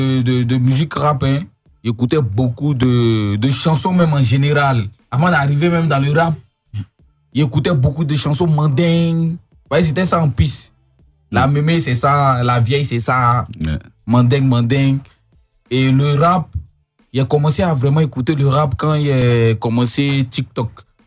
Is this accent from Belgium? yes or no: no; Abidjan, Côte d’Ivoire; now in Paris, France; Je suis un petit Aboulé, je suis né avocatier.